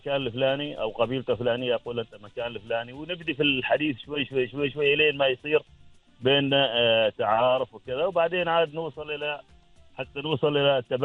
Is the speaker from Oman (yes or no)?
yes; Oman; في هذا الصيف حاليا طبعا عندنا في عمان مكانين جميلات جدا، يمكن يكون الجبل الأخضر واحد.